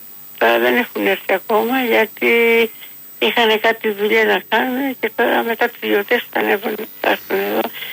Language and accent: Greek; Ios, South Aegean, Greece; now in Piraeus, Greece; Ναι, είμαι απ' την Ήω, είμαι. Και τώρα είμαι εδώ στον Πειραιά από πολλά χρόνια.